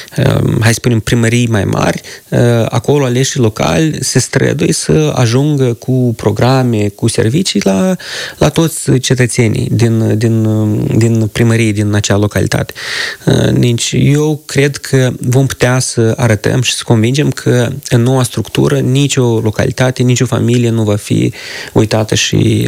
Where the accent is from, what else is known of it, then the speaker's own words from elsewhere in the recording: Moldova; born there; Deci eu sunt născut și trăiesc în satul în care m-am născut.